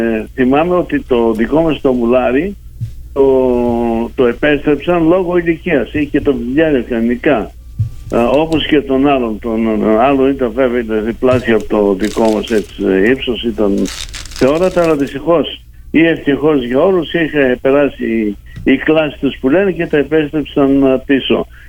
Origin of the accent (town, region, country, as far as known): Central Macedonia, Greece